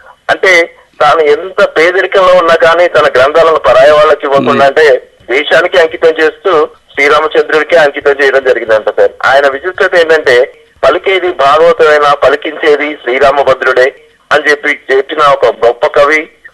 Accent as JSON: {"language": "Telugu", "town": "Warangal", "region": "Telangana", "country": "India", "tie": "born or raised there", "said": "మాకు వరంగల్ కోట సార్, మా native place sir."}